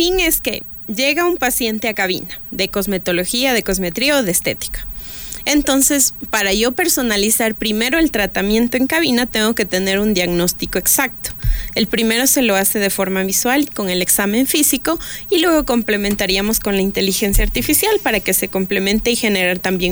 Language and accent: Spanish; Ecuador; nosotros somos latinas, vivimos en climas latinos, y por lo general en el Ecuador y en la parte sierra podemos llegar a tener hasta las 3 o 4 estaciones durante todo un día.